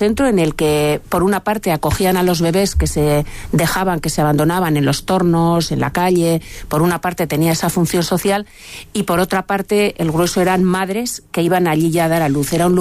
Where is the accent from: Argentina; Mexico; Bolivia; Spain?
Spain; San Sebastián, Basque Country; Yo soy de San Sebastián